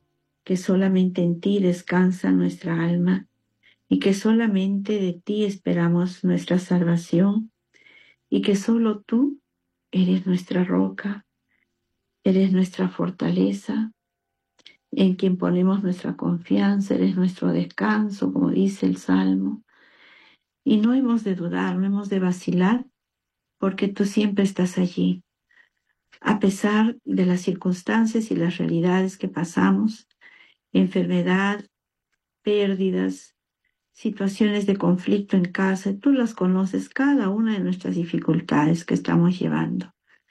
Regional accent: Peru

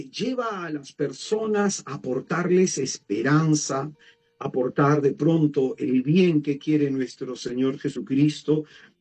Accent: Peru; uno como peruano

